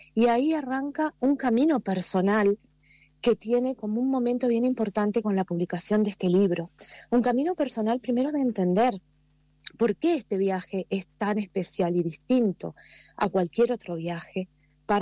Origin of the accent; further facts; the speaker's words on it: Las Piedras, Canelones, Uruguay; yo soy de Las Piedras